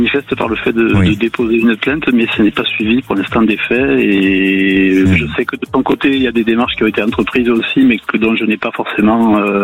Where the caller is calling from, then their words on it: Occitanie, France; J'appelle à côté de Montauban.